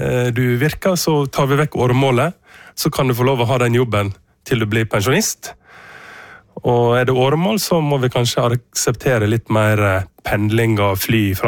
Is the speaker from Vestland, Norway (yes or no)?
yes; Utvik, Vestland, Norway; pendler jo fra Utvik til Førde, som jo en time kvarter hver vei. Men det gjør det mulig for meg å bo på heimstaden min